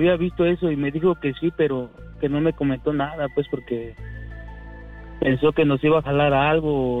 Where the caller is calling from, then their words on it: Guerrero, Mexico; Soy del estado de Guerrero.